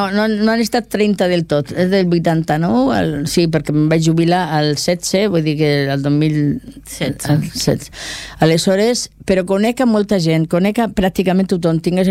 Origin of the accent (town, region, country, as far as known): Catalonia, Spain; accent: Murcian; Catalan is a second language